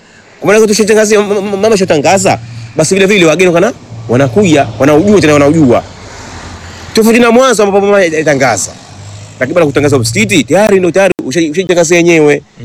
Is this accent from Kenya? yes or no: no; Kizimkazi, Zanzibar South, Tanzania; born there